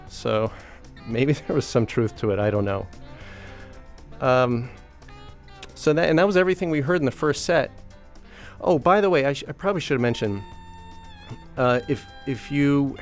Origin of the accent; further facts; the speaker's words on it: New Orleans, Louisiana, United States; And that's where I was living at the time. I lived several years growing up in New Orleans.